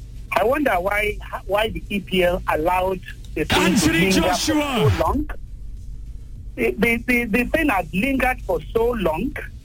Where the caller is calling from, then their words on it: Nigeria; I'm calling from Oliole.